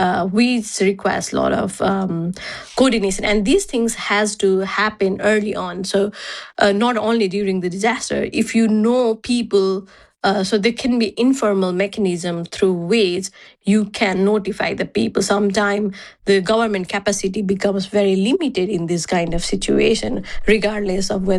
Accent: Nepal; English is a second language; What I see I am local from Nepal

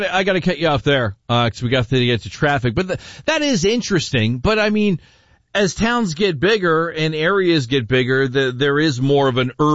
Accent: Windsor, Ontario, Canada; If you're talking to somebody from, you know, Tuktoyaktuk, I'm going to say I'm from Windsor. If I'm talking to somebody from Windsor, I'll say I grew up in South Windsor.

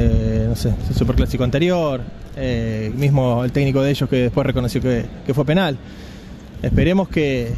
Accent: Villa de Mayo, Buenos Aires Province, Argentina; Hola, yo seguido de Villa de Mayo.

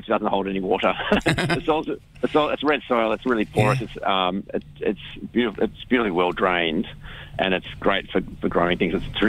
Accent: Hawthorn, Victoria, Australia; We grew up in Hawthorne, and I come from three generations of dentists.

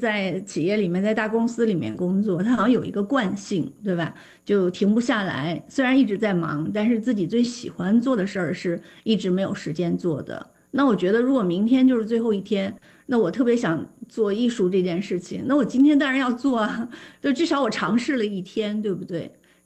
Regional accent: China; 就尤其是像我们中国人嘛

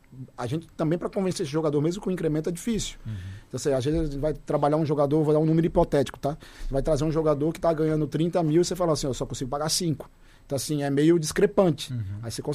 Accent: Recife, Pernambuco, Brazil; Veja, eu sou de Recife. A minha história é no Santa Cruz.

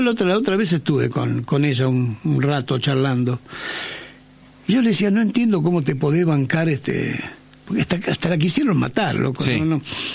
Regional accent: Argentina; ¿Por qué somos así los argentinos?

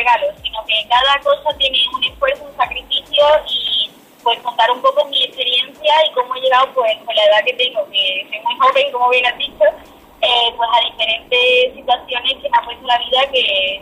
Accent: Huelva, Andalusia, Spain; a mí lo que más me hace sentirme orgullosa de ser onubense es la gente. Y creo que con la gente de Huelva se puede llegar a cualquier lado.

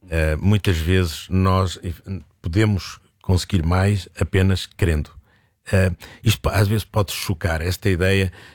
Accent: Portugal; Estou a pensar enquanto português. E enquanto português nós não estamos a fazer tudo aquilo que podemos fazer

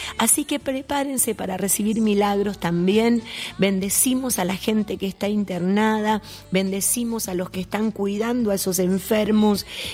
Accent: Argentina; somos bien argentinos.

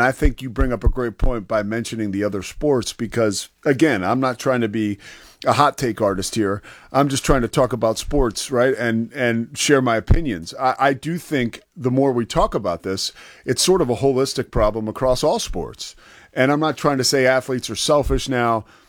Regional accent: Philadelphia, Pennsylvania, United States; And I'm from Philadelphia

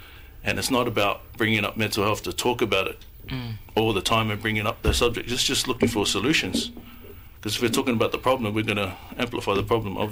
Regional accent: Australia; also born or lived in New Zealand; somebody that's born in New Zealand but raised in Australia

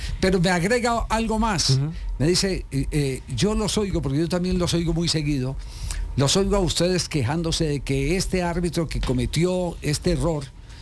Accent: Caldas, Colombia

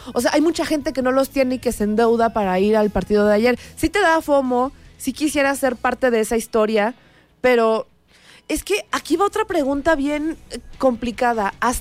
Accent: Mexico

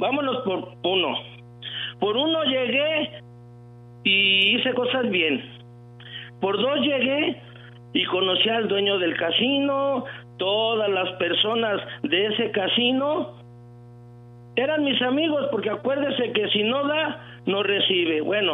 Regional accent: Mexico City, Mexico; moved away; also born or lived in Los Angeles, United States; Yo soy de la Ciudad de México, pero radiqué en Los Ángeles.

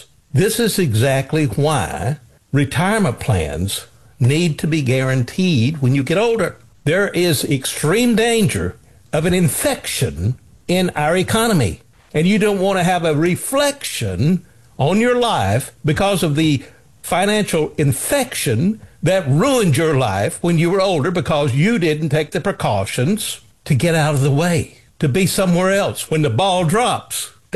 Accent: Sand Mountain, Alabama, United States; I grew up in Northeast Alabama. He'd bring them out of Chattanooga, Tennessee. I grew up on Sand Mountain.

